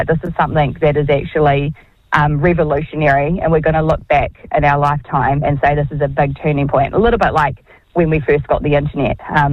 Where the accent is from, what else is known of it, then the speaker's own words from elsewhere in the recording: Canterbury, New Zealand; hell yes, we can, and proudly so. And, like, we're from Canterbury down here, so we're, like, we're pretty one-eyed.